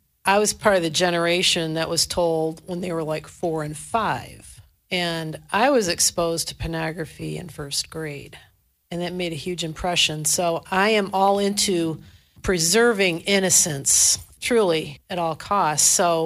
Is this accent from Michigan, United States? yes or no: yes; Detroit, Michigan, United States; now in Farmington Hills, United States; I grew up in Detroit